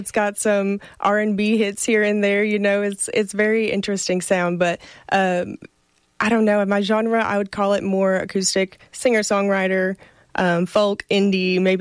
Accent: Portageville, Missouri, United States; moved away as an adult; now in Jonesboro, United States; Yes, I was born and raised around Portageville, Missouri. Grew up there all my life. And then shortly after I graduated, I moved to Jonesboro, Arkansas to come to A-State. My husband's from around this area, so it just made sense for me to relocate here.

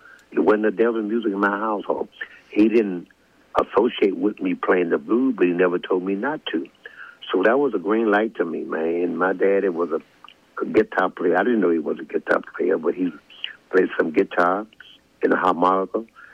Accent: Louisiana, United States; because I'm from Louisiana, but my first encounter of the stage was in Arkansas

